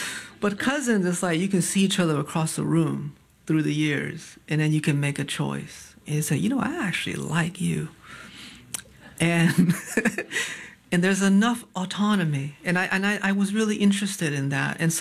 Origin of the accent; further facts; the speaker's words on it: Hartford, Connecticut, United States; So when I was growing up in Hartford